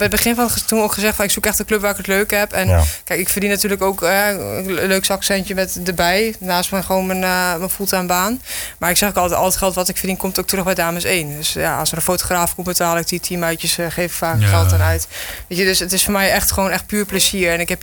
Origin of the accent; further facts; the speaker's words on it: Overijssel, Netherlands; now in Rijswijk, Netherlands; Nou, in de basis kom ik natuurlijk uit Twente, bij Apollo 8 weg.